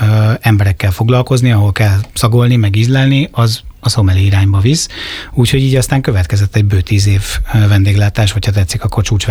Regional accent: Zamárdi, Somogy, Hungary; élek az agglomerációban, de van balatoni kötődésem, nem is kevés, ugyanis én gyakorlatilag az egész gyerekkoromat a Balatonon töltöttem, praktikusan Zamárdiban, tehát a déli parton.

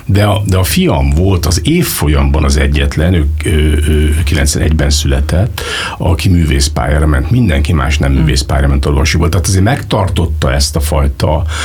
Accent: Veszprém, Veszprém County, Hungary; moved away as an adult; also born or lived in Pécs; ott felnőttem, és ugye a legfogékonyabb éveimet töltöttem, ez a felső tagozat, gimnázium vége, ameddig aztán elmentem Pécsre

